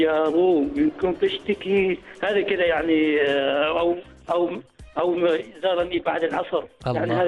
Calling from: Dank, Al Dhahirah, Oman; من ولاية، تقدر تقول ولاية إدري، ولاية الضنك.

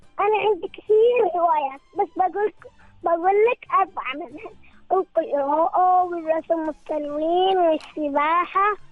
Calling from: Oman; بقول لك قصيدة عن بلادي عمان أحبها كثيرا.

